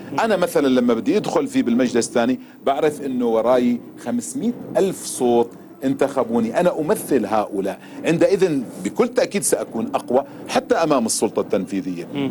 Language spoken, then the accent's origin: Arabic; Syria; يجب ألا نتنازل كسوريين